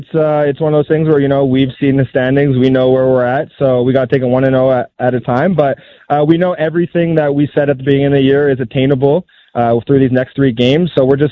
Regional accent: Canada; born there; being Canadian born.

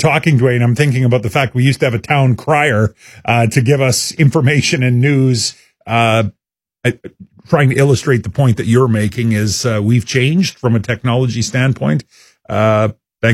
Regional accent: Abernethy, Saskatchewan, Canada; I was born and raised Abernethy, Saskatchewan, born and raised on the farm. We went to the United Church. I was baptized in the United Church.

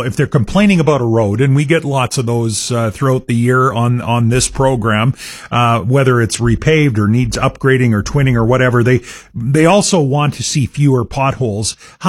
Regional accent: Abernethy, Saskatchewan, Canada; You know, I'm born and raised in the Abernethy area. I still head out that way quite a bit

